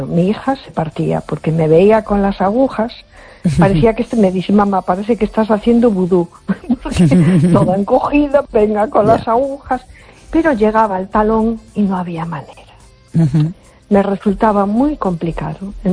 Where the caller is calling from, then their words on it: A Coruña, Galicia, Spain; de Coruña.